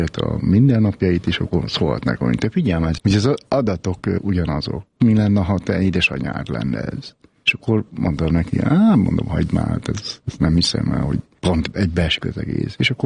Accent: Vásárosnamény, Szabolcs-Szatmár-Bereg, Hungary; born there; Annyit tudok mondani, hogy igen, ott születtem Vásárosnaményben

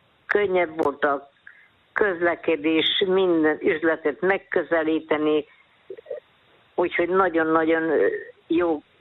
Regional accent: Jászkarajenő, Pest, Hungary; now in Velence, Hungary; Igen, Jászkara Jenőri van szó. Én ott nőttem fel, ott jártam iskolába, ott mentem férjhez, és utána férjhez menés után Velencére költöztem.

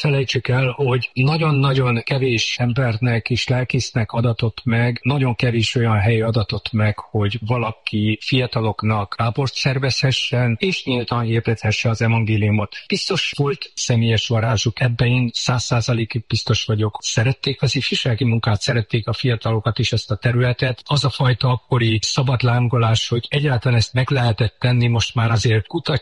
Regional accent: Budapest, Hungary; Utána én fölnőttem a budavári gyülekezetbe

